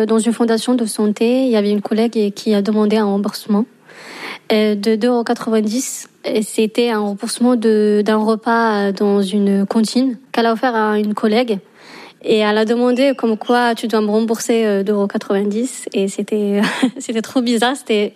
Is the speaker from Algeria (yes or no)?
yes; Algeria; now in Paris, France; j'ai 27 ans, je suis algérienne et je suis étudiante en Master 1 Santé publique à Paris Cité.